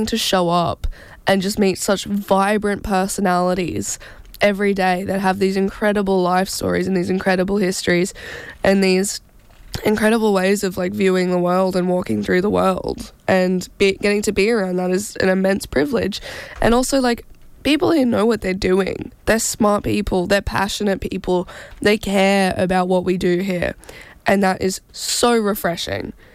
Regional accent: Gold Coast, Queensland, Australia; moved away; I grew up on the Gold Coast.

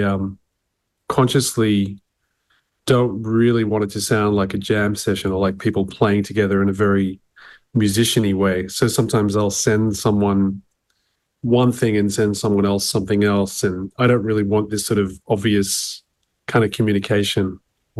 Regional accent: Sydney, New South Wales, Australia; when I was growing up in Sydney

